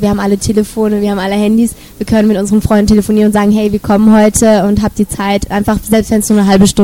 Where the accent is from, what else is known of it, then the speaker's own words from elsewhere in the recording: Freiburg, Baden-Württemberg, Germany; Gestern zum Beispiel waren wir in Freiburg, in meiner Heimatstadt, hatten dort auch einen Clubauftritt